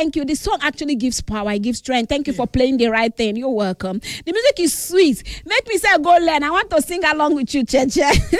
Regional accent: Nigeria; I'm a Nigerian.

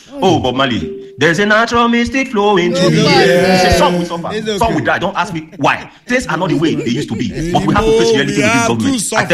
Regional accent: Nigeria; moved away; also born or lived in Italy

